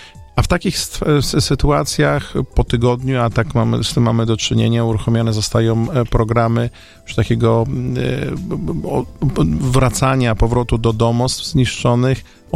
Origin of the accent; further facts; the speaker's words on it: Łódź, Łódź Voivodeship, Poland; Pamiętam odsetek osób w 97 roku, jestem z Łodzi